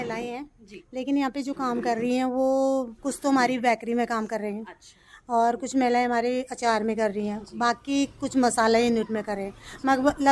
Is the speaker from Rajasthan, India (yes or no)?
no; Dharmpur, Uttarakhand, India; शादी से पहले तो मैं धर्मपुर में रहते थे जी।